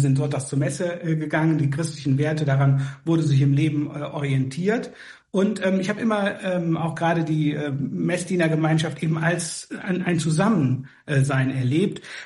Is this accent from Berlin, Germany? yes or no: no; North Rhine-Westphalia, Germany; Nein, ich komme eigentlich aus dem Erzbistum Paderborn. Das Siegerland gehört zu Paderborn, aber Paderborn liegt 200 Kilometer von Siegen entfernt.